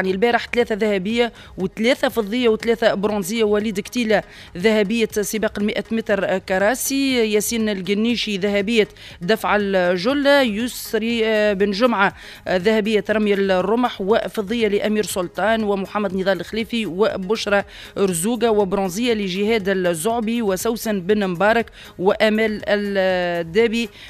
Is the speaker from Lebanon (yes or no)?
no; Tunisia